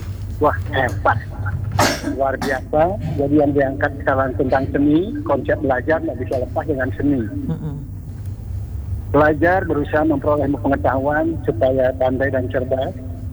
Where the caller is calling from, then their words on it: Buleleng, Bali, Indonesia; kita sebagai orang Buleleng